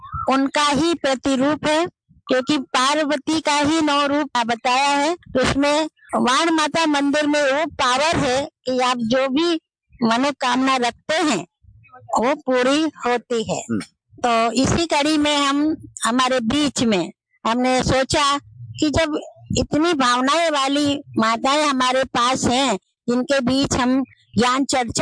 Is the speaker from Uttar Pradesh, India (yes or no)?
yes; Lucknow, Uttar Pradesh, India; moved away as an adult; now in Rajasthan, India; मैं हमारा native place है लखनऊ, और जब से मैं ब्रह्मा कुमारी रूप में समर्पित हुई हूँ तब से मैं राजस्थान में ही हूँ। आज मुझे 36 साल पूरे होने को आए, 37वां साल लगा है